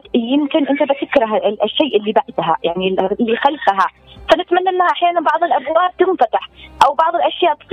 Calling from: Yemen

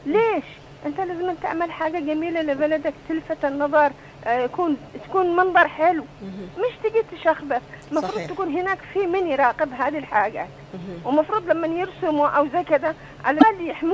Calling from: Aden, Yemen

